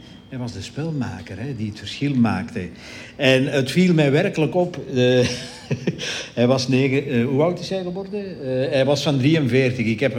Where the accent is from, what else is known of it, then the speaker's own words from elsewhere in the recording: Kempen, Belgium; ik kom uit de Kempen